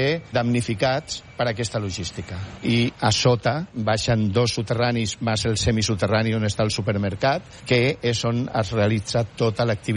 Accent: Barcelona, Catalonia, Spain; Jo vaig néixer aquí, aquí al barri, aquí al carrer. Jo jugava de petit aquí a Via Favència, quan era només terra i res més.

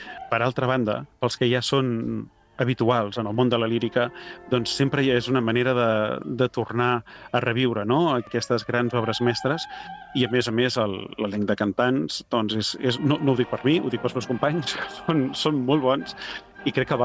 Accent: Catalonia, Spain; first language Catalan; Pel fet de ser en la meva llengua mare

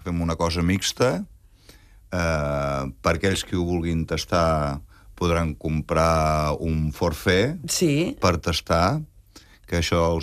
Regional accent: Catalonia, Spain; No, som catalans, estem a Catalunya, fem coses de catalans.

